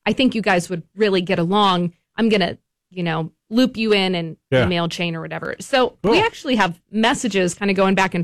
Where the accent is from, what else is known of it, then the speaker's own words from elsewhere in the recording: Indiana, United States; We're both from Indiana.